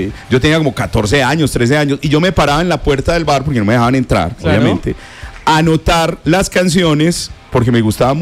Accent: Yarumal, Antioquia, Colombia; moved away; Yarumal, de donde soy, de mi pueblo, Yarumal.

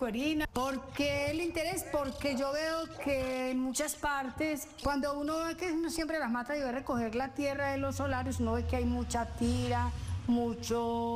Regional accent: Valdivia, Antioquia, Colombia; nacida y criada en Valdivia.

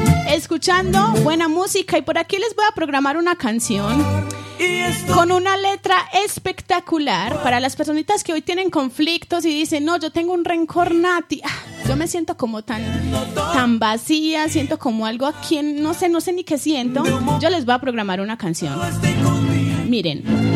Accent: Colombia; Somos colombianos.

